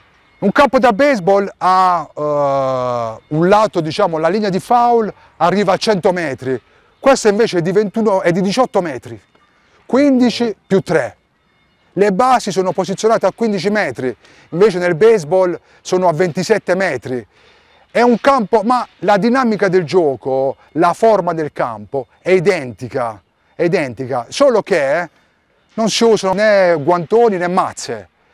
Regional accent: Taranto, Apulia, Italy; Beh, da Tarantino penso di aver reso un servizio alla mia città.

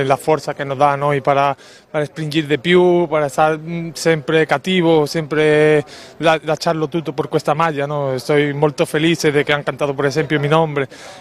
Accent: Spain; Italian is a second language; moved away as an adult; now in Taranto, Italy; sono di Spagna, sono qua

